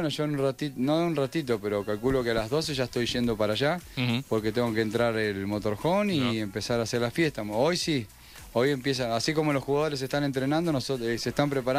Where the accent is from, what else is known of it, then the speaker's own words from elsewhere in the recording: Argentina; A ver, me gusta la selección, soy argentino y siempre aliento a la selección.